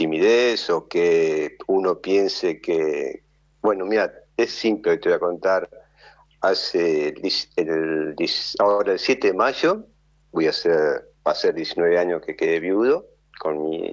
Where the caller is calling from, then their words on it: Tolosa, Buenos Aires Province, Argentina; soy de Tolosa